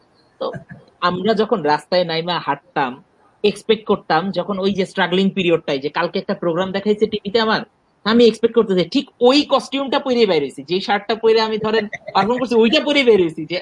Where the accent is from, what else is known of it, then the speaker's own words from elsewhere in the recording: Dhaka, Dhaka Division, Bangladesh; আমি ঢাকার এই যানজট, যান্ত্রিকতা, এগুলোর মধ্যেই বড় হয়েছি।